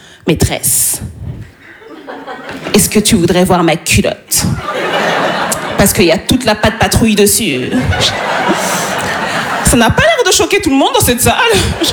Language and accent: French; Île-de-France, France; born there